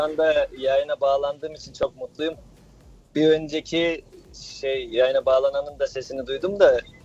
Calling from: Werdohl, North Rhine-Westphalia, Germany; Ben şu anda yoldayım, İzerlon'dayım. Oradan arıyorum ama kendim Verdol diye bir yer var, orada yaşıyorum.

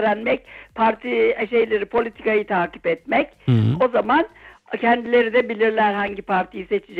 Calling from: Bremen, Germany; Bremen'den arıyorum sizi.

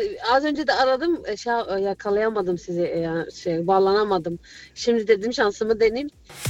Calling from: Frankfurt, Hesse, Germany; ben Frankfurt'tan.

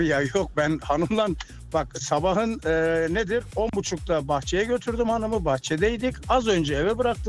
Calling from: Berlin, Germany

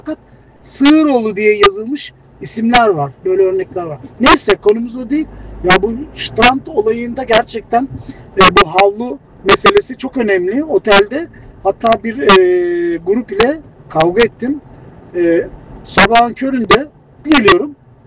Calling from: Frankfurt, Hesse, Germany; ben … Frankfurt'tan.

